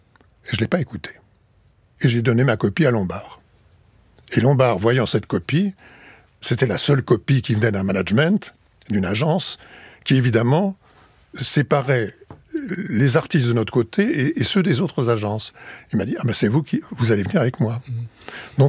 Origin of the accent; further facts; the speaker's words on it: Paris, Île-de-France, France; moved away as an adult; moi je suis parisien, j'ai jamais quitté Paris, j'ai 30 ans, ça m'étonnerait que je me fasse à la vie en région.